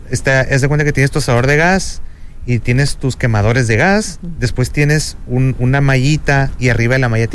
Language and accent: Spanish; Mexicali, Baja California, Mexico; Yo soy de aquí de Mexicali.